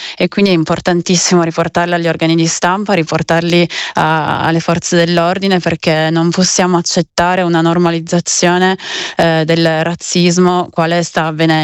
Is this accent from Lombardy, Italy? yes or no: no; Cuneo, Piedmont, Italy; sono di Cuneo, quindi sono molto vicina anche alla cittadina dove è successo